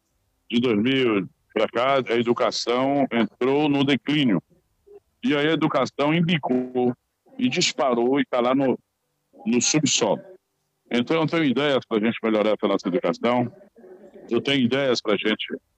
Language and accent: Portuguese; Bahia, Brazil; eu sou daqui, eu luto por esse povo, eu estou no dia a dia desse povo